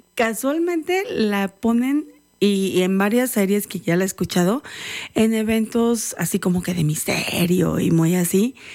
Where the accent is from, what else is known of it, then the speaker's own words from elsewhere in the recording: Lechuguillas, Veracruz, Mexico; De allá soy. Y justamente la siguiente canción tiene mucho que ver con ese espacio en donde yo crecí, cerca de la playa, que no es un ambiente tan hawaiano, pero sí costeño veracruzano.